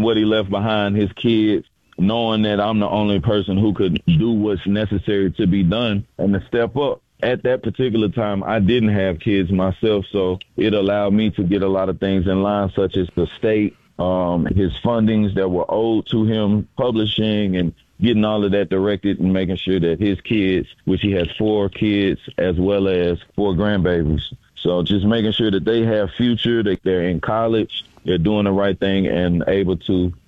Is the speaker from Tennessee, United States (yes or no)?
yes; Memphis, Tennessee, United States; Man, it was huge growing up in Memphis.